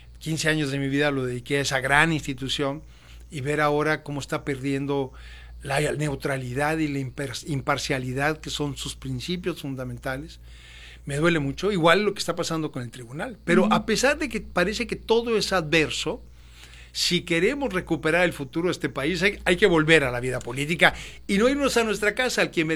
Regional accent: Sonora, Mexico; moved away; Adoro mi tierra y la he seguido

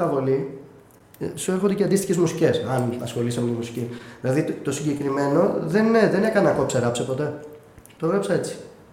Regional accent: Crete, Greece; το έχω συνδυάσει με τα παιδικά μου χρόνια στην Κρήτη, που μεγάλωσα με παππούδες, με γιαγιάδες, με τα ξαδέρφια μου, παίζαμε στην αυλή

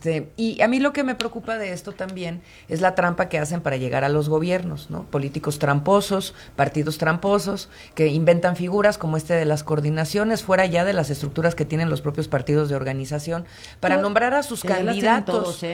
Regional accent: Querétaro, Mexico; born there; yo soy queretana de nacimiento

